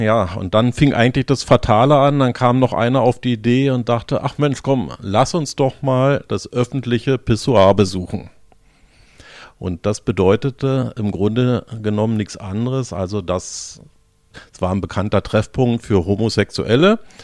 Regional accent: Berlin, Germany; wir als Berliner in unserer Stadt, Anhänger des Berliner Fußballclubs Dynamo

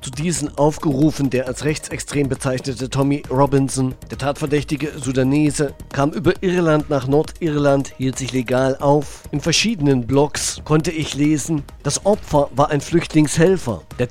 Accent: Thuringia, Germany; Ich komme ja aus Thüringen.

